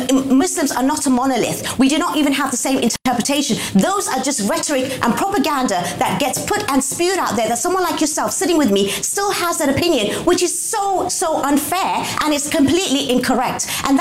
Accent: United Kingdom; I am still British and I'm still proud.

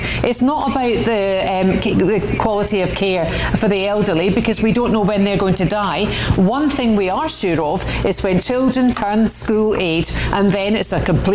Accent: Scotland, United Kingdom; Clearly, I'm Scottish

